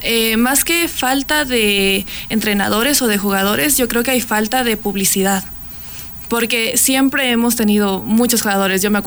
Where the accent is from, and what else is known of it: Ecuador